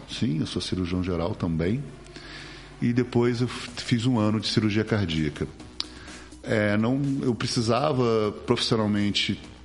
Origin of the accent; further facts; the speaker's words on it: Rio de Janeiro, Brazil; born there; now in Curitiba, Brazil; Eu nasci em Botafogo e desde que eu me entendo por gente, eu sempre quis procurar a medicina, né? Eu cheguei a morar um tempo aqui em Curitiba, eu fiz o meu segundo grau aqui em Curitiba e sempre quis voltar para cá.